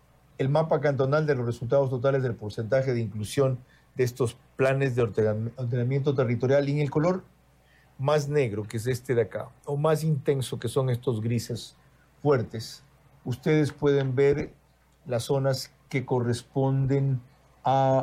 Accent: Bahía de Caráquez, Manabí, Ecuador; mi tierra, Bahía de Caracas.

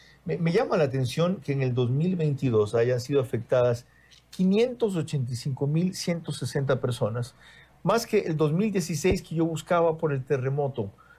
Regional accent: Bahía de Caráquez, Manabí, Ecuador; mi tierra, Bahía de Caracas.

